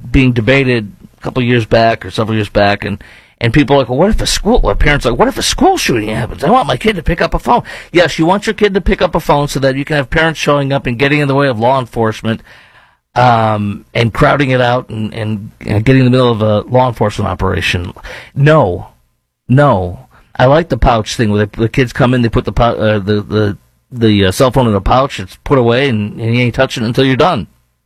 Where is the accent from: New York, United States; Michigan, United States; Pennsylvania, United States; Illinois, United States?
Illinois, United States; Chicago; moved away; I film in Chicago regularly, in my hometown